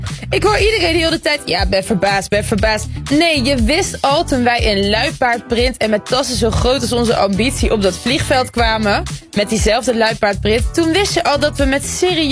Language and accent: Dutch; DR Congo; ik heb het sowieso vaak over Congo, omdat het mijn vaderland is.